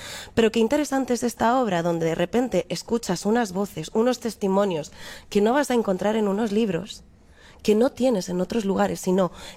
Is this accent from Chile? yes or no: no; Spain; Yo sí me considero española y me considero filipina.